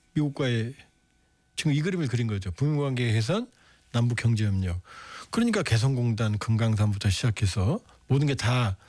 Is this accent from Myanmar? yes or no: no; North Korea; now in South Korea; 이번에 내 고향 팀 보냈잖아요.